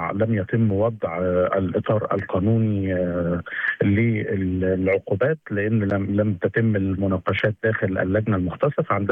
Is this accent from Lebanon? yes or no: no; Egypt; إحنا كدولة مصرية